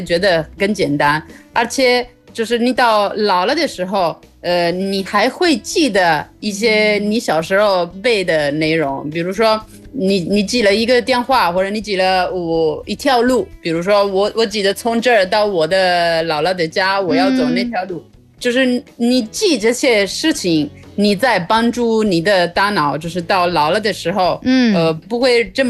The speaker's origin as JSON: {"language": "Chinese", "country": "Italy", "second_language": "Chinese", "said": "感谢大家 ，Ciao a tutti，"}